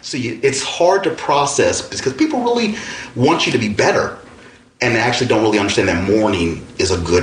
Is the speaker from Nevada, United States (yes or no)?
no; Altadena, California, United States; I know everybody in that neighborhood. I grew up in Altadena.